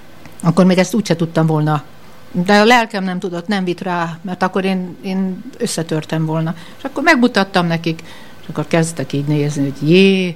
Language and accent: Hungarian; Hungary; now in Germany; Igen, de én magyar vagyok. Amíg élek, az is maradok.